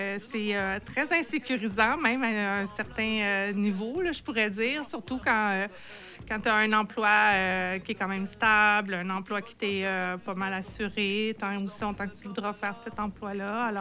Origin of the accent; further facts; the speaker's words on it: Montreal, Quebec, Canada; moved away as an adult; now in Havre-Saint-Pierre, Canada; je suis originaire de Montréal.